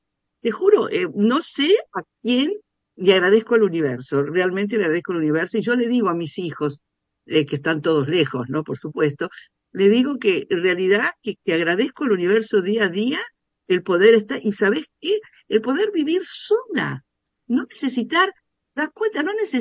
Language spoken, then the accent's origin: Spanish; Uruguay; fui seleccionada para las Olimpiadas Internacionales de Arte como única uruguaya